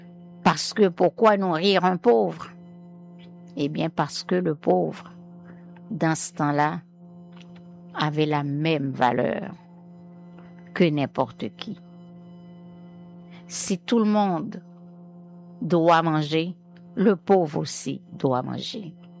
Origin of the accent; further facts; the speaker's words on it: Miragoâne, Nippes, Haiti; Miragouane, il y avait, partout ailleurs, aujourd'hui c'est dans le monde entier, mais je vous parle de ma ville natale.